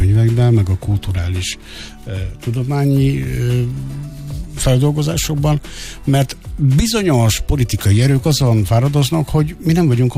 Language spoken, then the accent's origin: Hungarian; Hungary; Mi magyarok vagyunk.